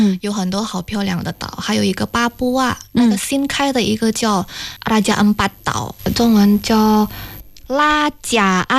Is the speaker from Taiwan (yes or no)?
no; Indonesia; Chinese is a second language; moved away as an adult; now in China